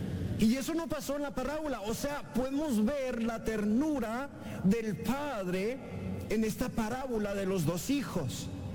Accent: Mexico; moved away as an adult; also born or lived in New York; Porque nosotros somos mexicanos y así somos, ¿verdad?

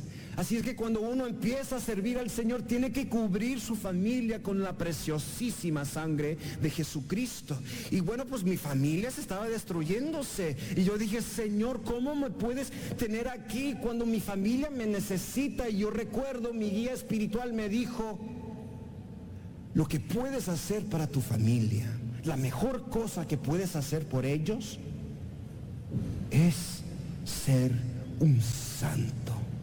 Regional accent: Mexico; moved away as an adult; also born or lived in New York; Porque nosotros somos mexicanos y así somos, ¿verdad?

